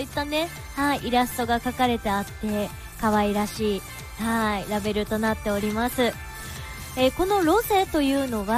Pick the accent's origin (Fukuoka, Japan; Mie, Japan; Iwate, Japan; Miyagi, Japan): Miyagi, Japan; 私のふるさと宮城県